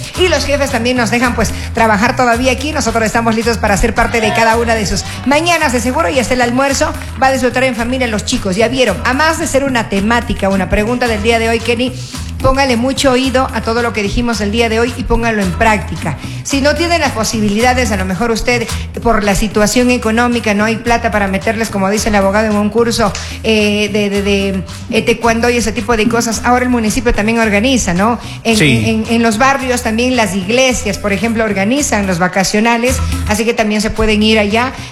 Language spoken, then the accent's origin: Spanish; Ecuador; vamos a seguir siendo ecuatorianos, ¿no?